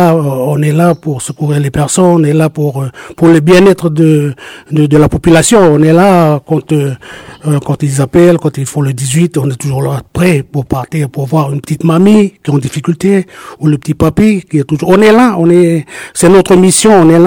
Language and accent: French; Païta, South Province, New Caledonia; also born or lived in Yaté; Je viens de Païta. Après, j'étais à Yaté.